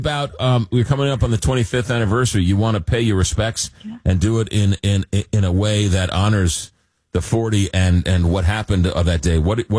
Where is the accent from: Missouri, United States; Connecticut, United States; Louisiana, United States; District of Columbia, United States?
District of Columbia, United States; Washington; I'm from Washington, D.C. It's about 4 hours from Philadelphia. It's about 5 hours from New York.